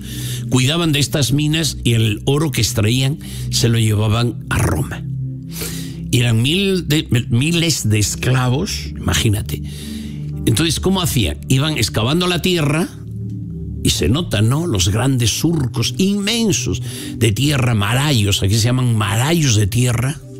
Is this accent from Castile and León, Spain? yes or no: yes; Castile and León, Spain; Una es esta de mi pueblo, bueno, de la comarca, unos 6-5 kilómetros de mi casa